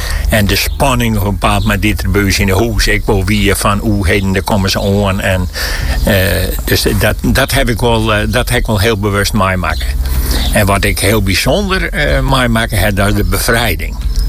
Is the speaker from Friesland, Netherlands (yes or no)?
yes; Friesland, Netherlands; ik kwam ter Kappelen uit Nederland. Nou, waar? In het noorden, in Friesland.